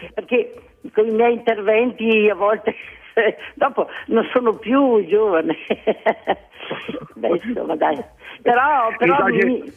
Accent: San Pietro di Lavagno, Veneto, Italy; Sono di San Pietro di Lavagno.

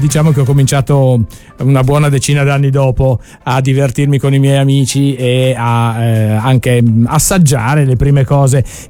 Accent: Northeast Italy, Italy; io sono insomma del nord-est, si migrava molto, perché dalle mie parti non è che ci fosse molto da divertirsi, quindi Trieste oppure Padova

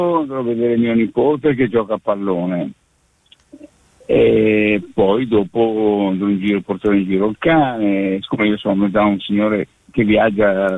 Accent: Milan, Lombardy, Italy; perché avevano aperto a Milano, perché io sono cresciuto a Milano

